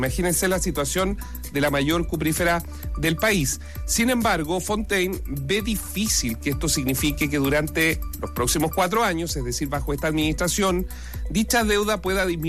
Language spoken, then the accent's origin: Spanish; Chile